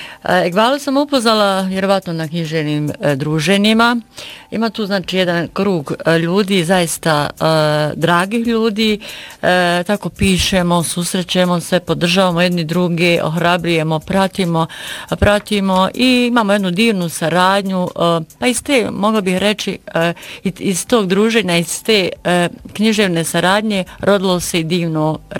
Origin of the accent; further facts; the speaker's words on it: Konjic, Federation of Bosnia and Herzegovina, Bosnia & Herzegovina; born there; ja sam rođena u Konjicu